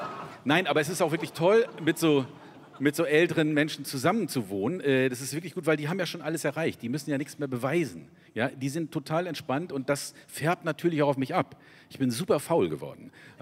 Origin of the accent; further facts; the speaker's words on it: Lübeck, Schleswig-Holstein, Germany; Nein, ich komme natürlich aus Lübeck. Und ich weiß nicht, ob ihr schon mal in Lübeck wart.